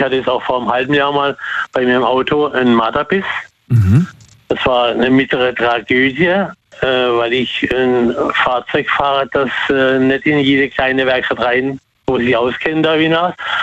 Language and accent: German; Karlsruhe, Baden-Württemberg, Germany; also born or lived in Ettlingen; Nee, nee. Ich bin gebürtiger Karlsruher.